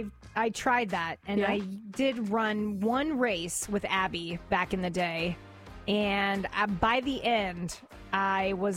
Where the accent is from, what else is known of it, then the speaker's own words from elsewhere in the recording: Brooksville, Florida, United States; And I like saying Brooksville when John calls in because that's my hometown.